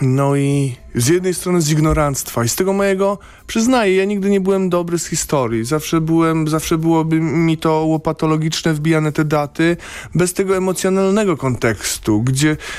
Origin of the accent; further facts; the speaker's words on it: Lubusz Voivodeship, Poland; Pochodzę z Lubuskiego, z zachodu Polski.